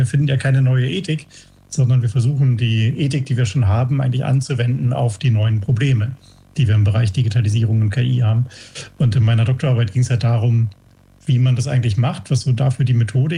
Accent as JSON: {"language": "German", "region": "Berlin", "country": "Germany", "tie": "born or raised there", "also_born_or_lived": "Hamburg", "said": "Also ich bin eigentlich aus Berlin. Also ich bin in Berlin aufgewachsen. Ich weiß nicht, ob man das noch hört. Auf jeden Fall hört man, dass ich nicht aus Bayern bin. Nee, ich komme aus Berlin und habe dann in Hamburg studiert."}